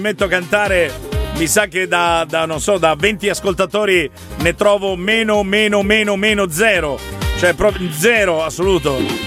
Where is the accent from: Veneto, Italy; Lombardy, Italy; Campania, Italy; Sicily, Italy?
Veneto, Italy; anch'io sono veneto